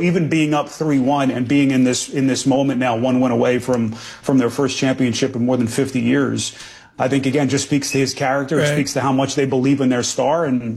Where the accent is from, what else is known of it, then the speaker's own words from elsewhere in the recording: New Jersey, United States; to kind of relive what those emotions were like as a teenager growing up in North Jersey during that incredible era of Knicks basketball